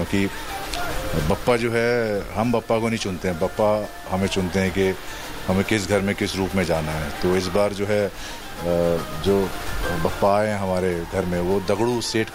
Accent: Delhi, India; now in Mumbai, India; मैं जहां से बिलोंग करता हूं, दिल्ली NCR

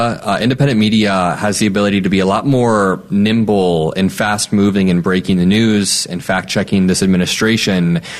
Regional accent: Indiana, United States; You know, I grew up in Indiana, and I would drive over to Iowa and go to these rallies

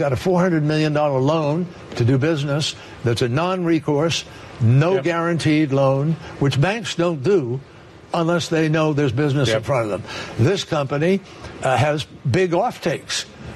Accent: Massachusetts, United States; In my home state of Massachusetts, we're bui

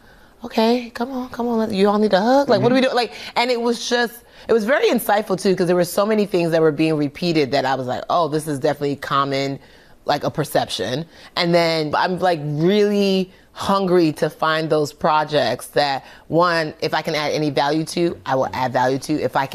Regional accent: Nigeria; And I was like, how do I do that? I'm Nigerian.

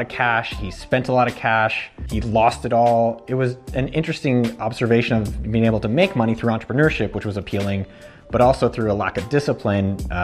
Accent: San Jose, California, United States; I grew up in San Jose, California. My father was an immigrant from Israel, didn't speak English.

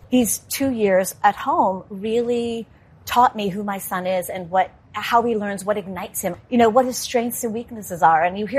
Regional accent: New York, United States; And as a New Yorker, it still makes me tear up a little bit.

